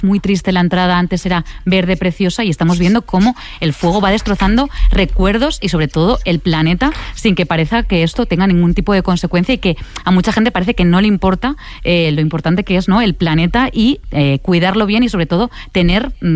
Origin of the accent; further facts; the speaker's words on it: Castellón, Valencian Community, Spain; Yo soy de Castellón y además acabamos de sufrir un terrible incendio en la Serra de Espadà, que también está entre Castellón y Valencia.